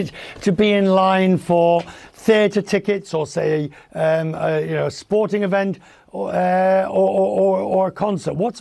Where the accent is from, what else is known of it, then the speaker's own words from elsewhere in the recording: England, United Kingdom; As an Englishman, it is in my DNA.